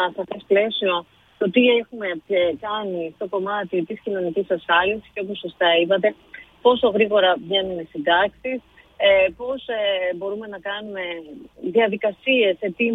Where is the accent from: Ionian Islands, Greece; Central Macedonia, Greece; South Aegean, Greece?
Central Macedonia, Greece; Thessaloniki; Προφανώς είναι από τη Θεσσαλονίκη, είναι η πόλη μου, είναι οι άνθρωποι μου εδώ.